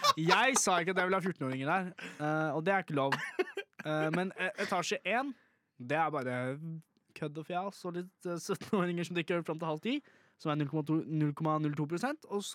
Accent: Gjerstad, Agder, Norway; Jeg er fra Gjerstad.

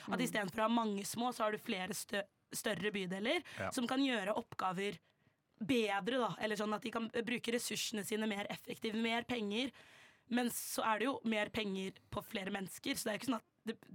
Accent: Oslo, Norway; Jeg er jo fra Oslo, født og oppvokst. Så jeg føler jo på en form for tilhørighet til de bydelene jeg har vokst opp med.

